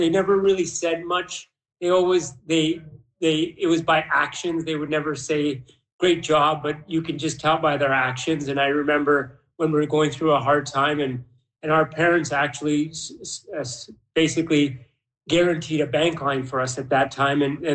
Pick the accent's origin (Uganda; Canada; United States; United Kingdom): Uganda; So he went back to Africa. We're from Uganda. And there's a school in one of the biggest slums in Kampala.